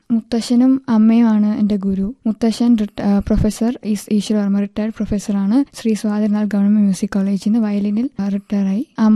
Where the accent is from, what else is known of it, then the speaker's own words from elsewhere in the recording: Thiruvananthapuram, Kerala, India; ഞാൻ ശ്രീകണ്ഠേശ്വരം ട്രിവാൻഡ്രത്തു നിന്ന് വരുന്നു.